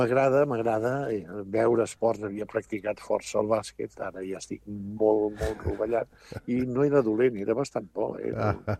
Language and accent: Catalan; Girona, Catalonia, Spain; jo soc gironí